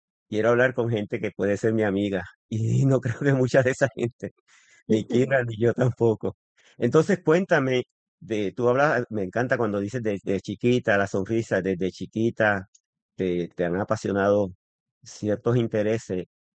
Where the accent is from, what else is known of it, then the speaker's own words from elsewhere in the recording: Bayamón, Puerto Rico; yo entendería si fueran de Bayamón, porque como yo me crié en Bayamón